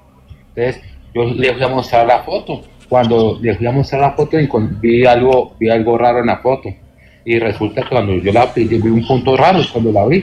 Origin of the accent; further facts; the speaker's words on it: Cali, Valle del Cauca, Colombia; Pues, parcero, pues, soy colombiano, soy de Cali.